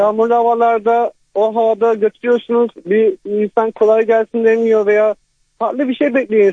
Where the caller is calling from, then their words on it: Edirne, Turkey; Edirne'den